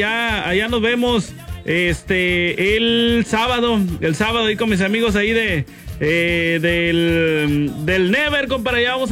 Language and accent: Spanish; Saltillo, Coahuila, Mexico; now in Altamira, Mexico; yo soy de Saltillo, Coahuila, saludos desde Altamira